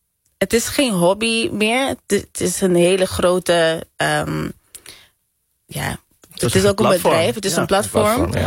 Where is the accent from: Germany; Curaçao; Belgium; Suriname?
Curaçao; first language Papiamento; Dutch is a second language; now in Netherlands; We komen uit Curaçao, we wonen in Nederland, dus je spreekt de hele dag bijna alleen Nederlands misschien.